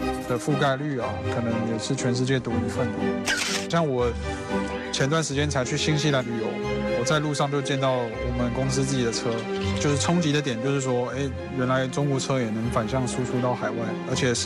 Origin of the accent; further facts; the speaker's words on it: Taipei, Taiwan; moved away as an adult; also born or lived in Italy; now in China; 我来自台北